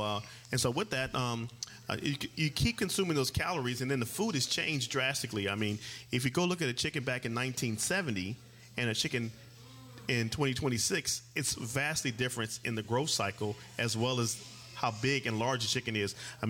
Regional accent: Pomona, California, United States; now in Temecula, United States; I am from Pomona, California, but I actually reside in Temecula, California, the newest Southern California winery area.

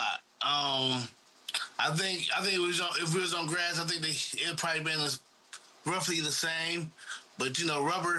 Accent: Ohio, United States; Because I got Nigerian roots. I ain't from Nigeria. I'm from Ohio.

